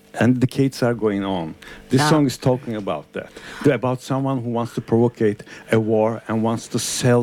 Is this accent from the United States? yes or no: no; Turkey; my hometown, Turkey